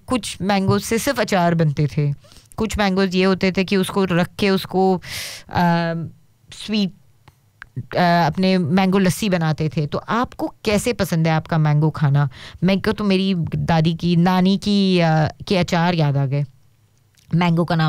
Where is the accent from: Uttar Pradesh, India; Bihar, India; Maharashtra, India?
Maharashtra, India; Mumbai; also born or lived in Hyderabad; now in Australia; मैं बॉम्बे से हूँ तो फिर बॉम्बे में हापूस तो मिलता है और मैंने बहुत खाया हुआ है उसके पहले मैं रहती थी हैदराबाद में